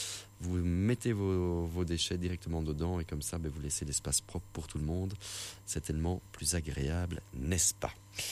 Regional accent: Brussels, Brussels-Capital Region, Belgium; moved away as an adult; now in Luxembourg Province, Belgium; je viens de Bruxelles. Moi, je suis nouveau dans la région.

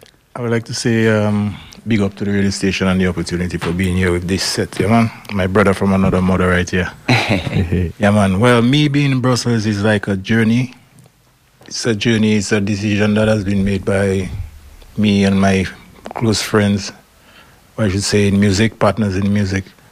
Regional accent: Dominica; Yes, I'm from the small Caribbean island called Dominica. It's located between Guadeloupe and Martinique. It's not Dominican Republic because I realized that I have to explain this a lot while being here.

